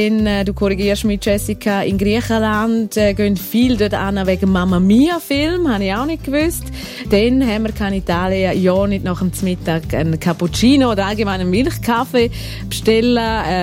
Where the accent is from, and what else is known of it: Switzerland